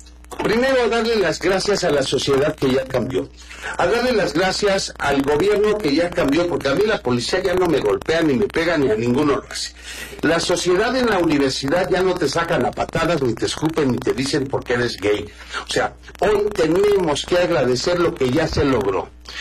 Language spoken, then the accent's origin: Spanish; Guerrero, Mexico; en Guerrero, déjame hablar por la gente que es de mi pueblo, porque soy guerrerense